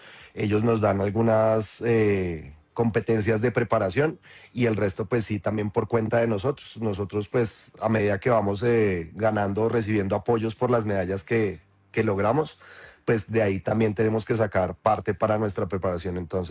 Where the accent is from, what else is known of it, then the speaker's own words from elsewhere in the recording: Bogotá, Colombia; yo que soy de Bogotá